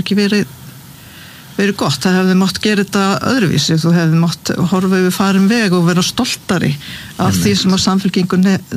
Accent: Suðurnesjabær, Southern Peninsula, Iceland; samfylkingin vann sigur í Suðurnesjabæ, mínum heimabæ

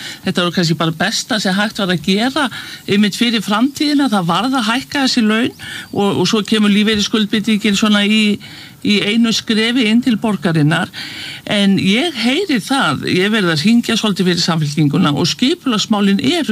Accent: Reykjavík, Capital Region, Iceland; en ég hef aldrei skilið það sem Breiðhyltingur.

